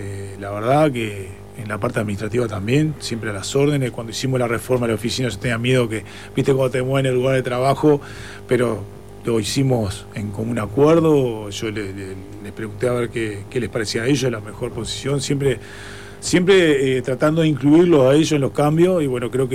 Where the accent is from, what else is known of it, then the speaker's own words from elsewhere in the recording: San Carlos, Maldonado, Uruguay; yo soy de San Carlos, cabeza. Sí. Vos sabés que soy de San Carlos.